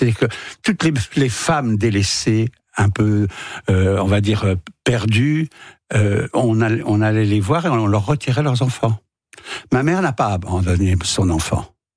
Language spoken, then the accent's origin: French; Centre-Val de Loire, France; il y a une partie sur l'enfance que j'ai vécue, où j'ai été élevé en Berry, placé par la DAS.